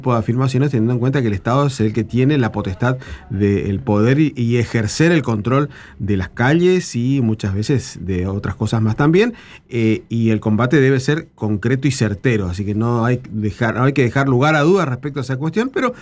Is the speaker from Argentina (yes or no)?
yes; Argentina